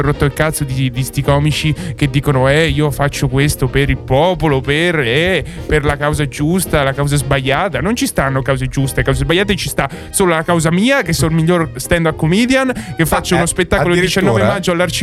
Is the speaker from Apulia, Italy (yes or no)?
no; Livorno, Tuscany, Italy; now in Rome, Italy; vengo da Livorno e si sente da il mio accento che vendo da Livorno, no?